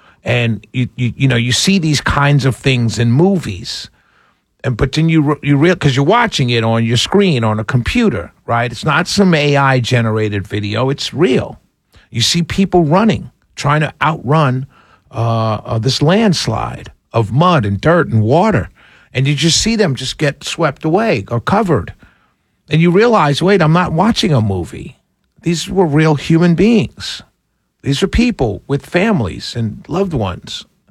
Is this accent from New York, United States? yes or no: yes; New York, United States; And so I grew up in New York City.